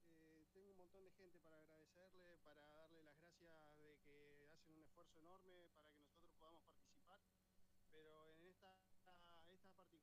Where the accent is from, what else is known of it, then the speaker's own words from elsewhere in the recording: Cervantes, Río Negro, Argentina; now in Ingeniero Huergo, Argentina; yo en realidad soy de Cervantes, ahora hace como 20 años que vivo en Huergo, pero bueno, tengo mi familia, tengo 1000 amigos en Cervantes.